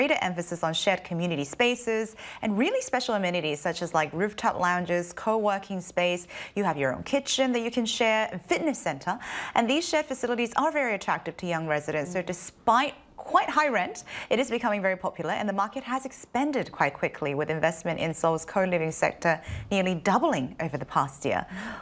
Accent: New Zealand; I grew up in New Zealand, as you guys all know, so nature is a big part of my life.

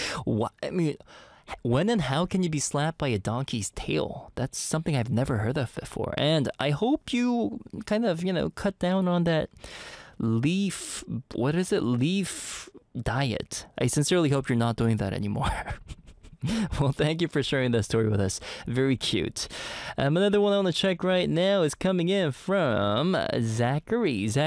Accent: Canada; Growing up in Canada myself, very small family.

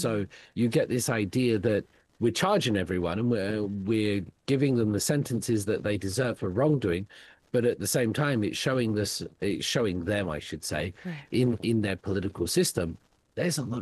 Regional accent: United Kingdom; I am from Britain

